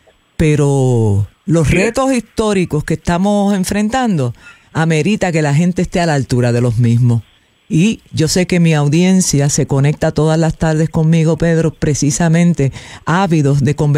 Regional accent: Puerto Rico; somos puertorriqueños y somos puertorriqueñas.

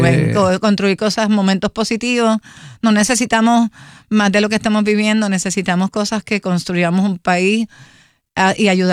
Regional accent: Puerto Rico; donde único le dicen en el mundo mahones a esta pieza somos los puertorriqueños.

